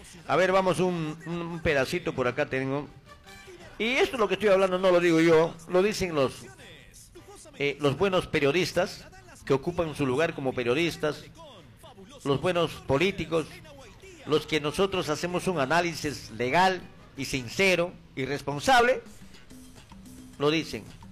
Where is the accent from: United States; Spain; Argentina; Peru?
Peru; como ciudadano y como peruano